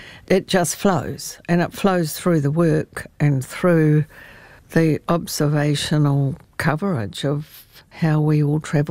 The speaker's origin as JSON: {"language": "English", "town": "Greymouth", "region": "West Coast", "country": "New Zealand", "tie": "born or raised there", "said": "I grew up in Greymouth in the 50s, and I was a precocious kid."}